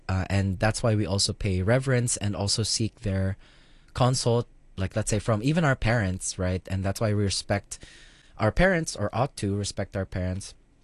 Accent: Philippines

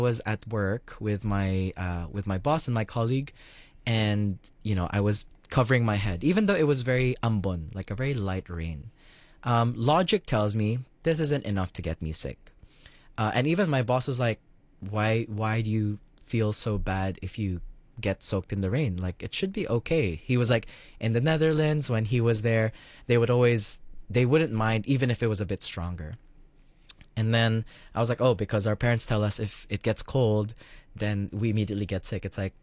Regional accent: Philippines; now in Hong Kong; And some episodes, we also just share our experiences as Filipino Hong Kongers as well.

